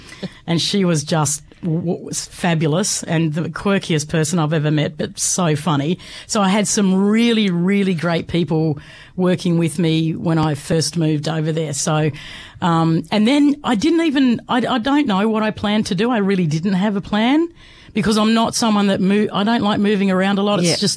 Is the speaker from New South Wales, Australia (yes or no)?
yes; Bega, New South Wales, Australia; born or raised there